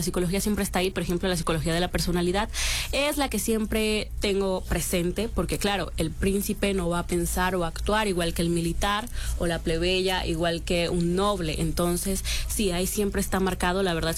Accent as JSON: {"language": "Spanish", "country": "Colombia"}